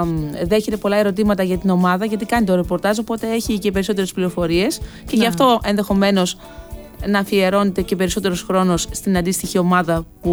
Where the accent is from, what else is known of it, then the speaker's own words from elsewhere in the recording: Agrinio, West Greece, Greece; Εγώ που είμαι από το Αγρίνιο και ξέρω από αυτά.